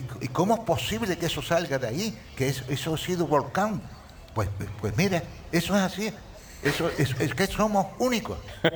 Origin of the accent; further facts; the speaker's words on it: Canary Islands, Spain; born there; hombre, yo soy nacido en Gran Canaria, ¿no? Pero cuando he venido aquí al sur hace 45 años